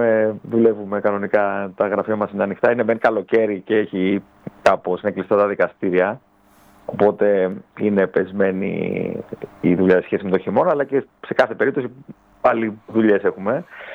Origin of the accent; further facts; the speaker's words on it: Rhodes, South Aegean, Greece; εγώ ως Ροδίτης